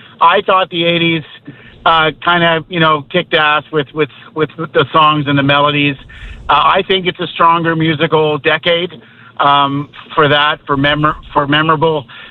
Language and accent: English; Ontario, Canada; born there; And my other brother, I was born in Ontario, but my father is from Grand Falls